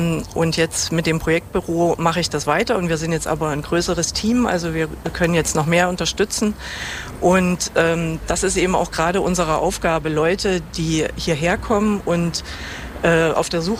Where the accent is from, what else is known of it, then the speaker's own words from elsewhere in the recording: Zeitz, Saxony-Anhalt, Germany; moved away; Ich bin in Zeitz aufgewachsen, also ich habe auch die Erinnerung noch an das alte Zeitz, sage ich jetzt mal, und war auch lange Zeit nicht mehr hier gewesen, hatte nur noch familiär Kontakt